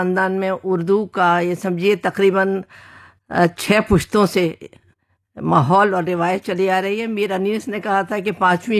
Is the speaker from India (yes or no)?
yes; Jaipur, Rajasthan, India; میری پیدائش اور پرورش اور ابتدائی تعلیم سب راجستھان کے گلابی شہر راجدھانی جے پور میں ہوئی۔